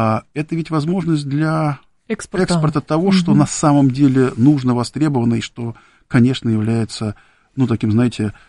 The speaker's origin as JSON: {"language": "Russian", "town": "Abramtsevo", "region": "Moscow Oblast", "country": "Russia", "tie": "born or raised there", "said": "у нас на даче, где мы выросли, была в Абрамцево, и мы довольно часто ездили тогдашний Загорск."}